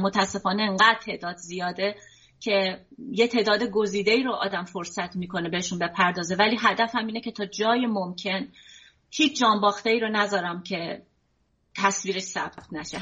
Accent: Iran; moved away; همه ما به دلایلی بیرون از ایران هستیم،

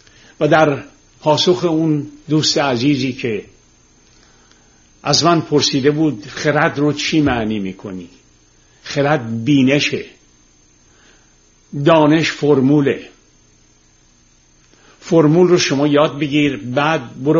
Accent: Tehran, Tehran Province, Iran; چون ما تو گل و شل بزرگ شدیم، من روزی که خیابون و کوچه های تهران رو تیر میذاشتن که سیم برق بکشن یادمه. خونه ما که برق کشیدن همسایه روبرویمون اومد به مادر من گفت این بچه هاتو میکشه.

